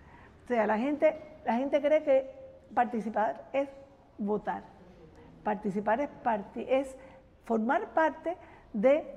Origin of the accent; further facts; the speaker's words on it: Cuba; Y eso es una de las cosas que yo como cubana aprecio mucho.